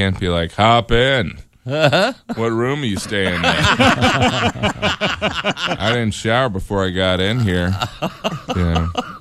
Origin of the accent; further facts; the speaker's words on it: Indiana, United States; I used to dip when I was growing up. I'm from Indiana, so, you know.